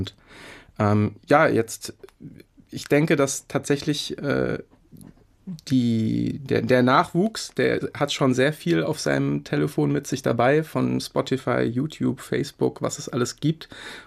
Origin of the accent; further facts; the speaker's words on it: Hofheim, Hesse, Germany; Und das wollte ich eben gerne auch mit den Menschen in meiner Heimatstadt in Hofheim teilen.